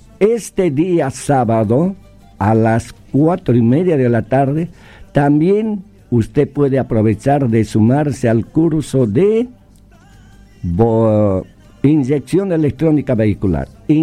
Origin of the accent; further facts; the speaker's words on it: Bolivia; now in Buenos Aires, Argentina; nosotros como bolivianos